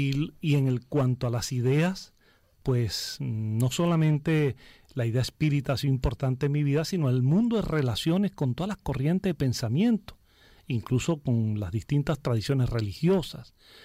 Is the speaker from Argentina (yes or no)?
no; Venezuela; yo he sido profeta en mi tierra. Es decir, en Venezuela y en América Latina